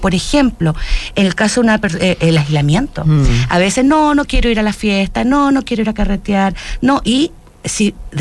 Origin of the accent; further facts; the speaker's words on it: Chile; yo creo que hasta culturalmente como chileno, que es preguntar directamente